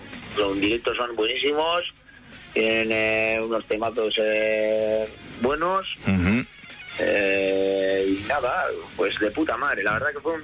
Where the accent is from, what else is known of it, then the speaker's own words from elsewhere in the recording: Guernica, Basque Country, Spain; Yo no soy natural de Vergara tampoco, soy de Guernica, aquí un pueblo de Vizcaya.